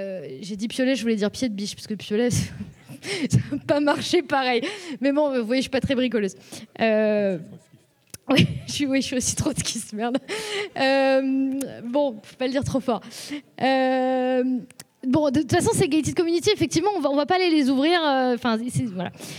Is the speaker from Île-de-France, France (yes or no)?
no; Lyon, Auvergne-Rhône-Alpes, France; now in Toulouse, France; en ce moment j'habite à Toulouse et de base je suis de Lyon